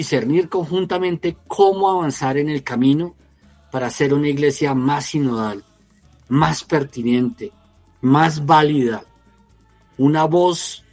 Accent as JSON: {"language": "Spanish", "country": "Colombia"}